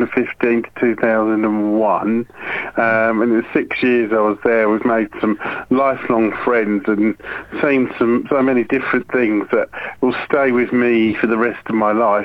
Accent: Norwich, East of England, United Kingdom; also born or lived in Worcester; I grew up in Norwich, actually. I was born in Worcester.

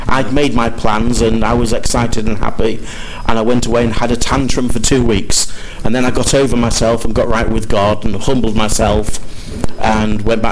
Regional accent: East Midlands, United Kingdom; I'm from Lincolnshire, originally, and there's a network of churches there based in Lincoln called Ground Level.

